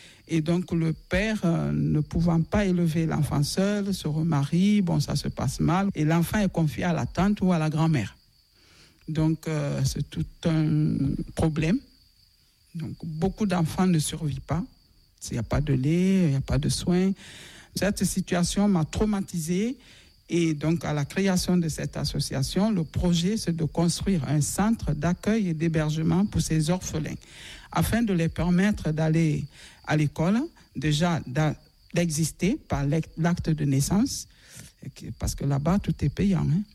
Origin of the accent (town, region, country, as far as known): Nzérékoré, Nzérékoré Region, Guinea; born or raised there